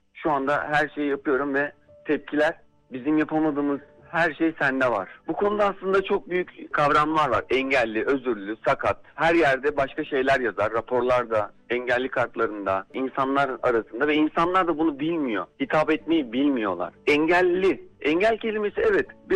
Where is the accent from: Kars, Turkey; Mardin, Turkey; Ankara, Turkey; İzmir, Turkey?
İzmir, Turkey; born there; İzmir doğumluyum.